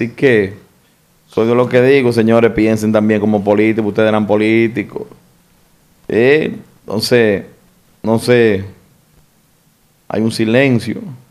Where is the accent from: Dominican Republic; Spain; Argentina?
Dominican Republic; lo primero que se paran a socorrer somos los dominicanos